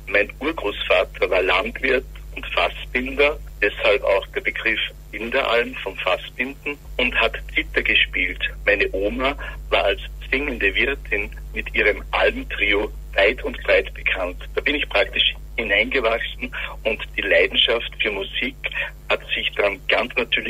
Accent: Austria; aber natürlich anfangs die Blockflöte ist bei uns in Österreich traditionell

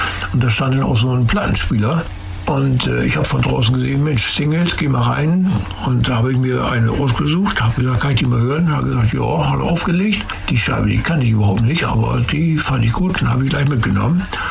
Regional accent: Hasstedt, Germany; Ich bin ja in Hasstedt aufgewachsen

